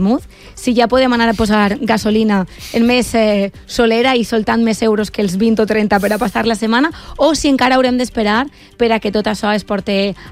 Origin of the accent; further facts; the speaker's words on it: Puçol, Valencian Community, Spain; el meu poble és veritat que és un poble que està... És un poble de l'Horta Nord que està molt a prop de València, Pujol. A més, un poble que té una platja molt xula, a 3 quilòmetres del municipi, i una platja que continua sent una platja de poble.